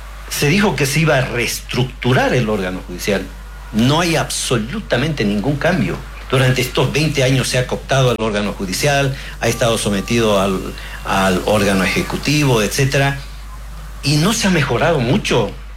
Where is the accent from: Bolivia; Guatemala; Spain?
Bolivia; como abogados y como ciudadanos bolivianos estamos preocupados